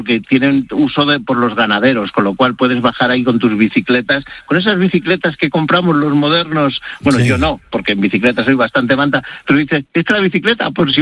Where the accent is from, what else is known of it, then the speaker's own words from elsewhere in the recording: Horcajo de la Ribera, Castile and León, Spain; Por ejemplo, en Horcajo de la Ribera, en mi pueblo, en Horcajo, en Gredos, la mantenemos, la de cobrar el piso.